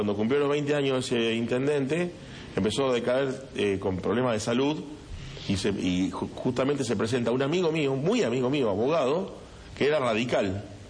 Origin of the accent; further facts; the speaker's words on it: Arroyo Seco, Santa Fe, Argentina; Yo me crié toda la vida en Atlético de Arroyo Seco, vivía a dos cuadras